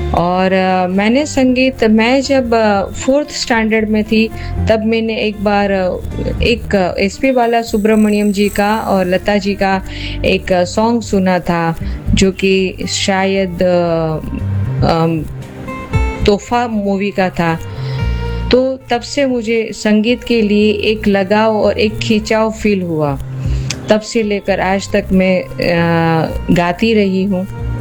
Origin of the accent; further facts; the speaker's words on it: Surat, Gujarat, India; मैं सूरत गुजरात से हूँ।